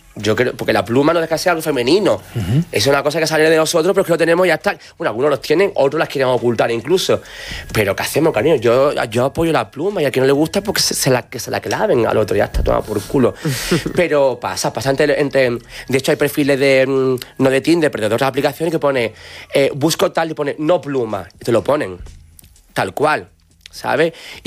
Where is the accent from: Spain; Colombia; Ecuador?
Spain; Andalusia; Yo soy súper ateo, yo el mundo de la Semana Santa no me gusta, siendo andaluz.